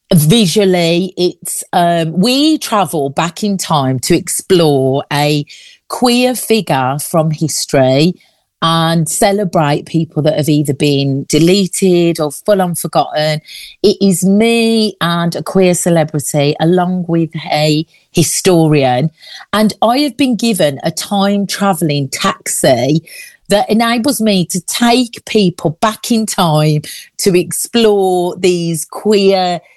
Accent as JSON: {"language": "English", "town": "Birmingham", "region": "West Midlands", "country": "United Kingdom", "moved": "yes", "lives_now": "London, United Kingdom", "said": "I am originally from Birmingham, although I have to emphasise that I now live in London because I'm a full-time drag king."}